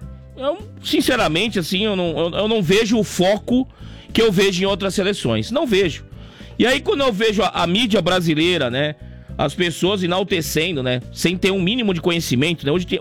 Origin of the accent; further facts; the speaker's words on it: Brazil; Aquele negócio de falar que sou brasileiro com muito orgulho. Eu não tenho esse orgulho, não.